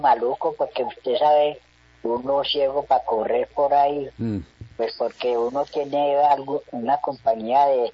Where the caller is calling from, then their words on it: Pereira, Risaralda, Colombia; Yo soy el otro ciego de aquí, de Pereira.